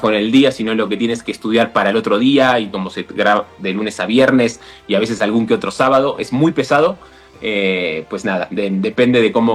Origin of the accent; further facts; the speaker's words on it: Argentina; moved away as an adult; digo llegamos porque vine con un amigo que es de mi ciudad natal también, que él, bueno, él estuvo 5 años nada más. Pero sí, el golpe de realidad comparado con Argentina era abismal.